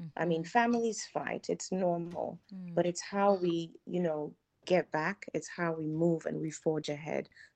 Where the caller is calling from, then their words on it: Nigeria; we're sending love from Nigeria, and hopefully everything will be okay.